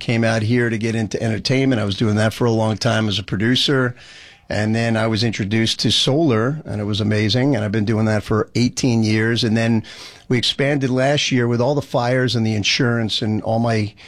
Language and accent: English; New Jersey, United States; also born or lived in Brooklyn